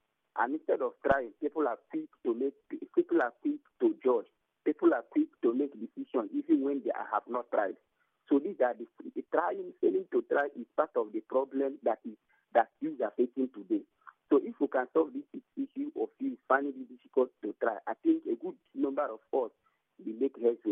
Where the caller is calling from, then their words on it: Omudioga, Rivers, Nigeria; I'm calling from Omudioga.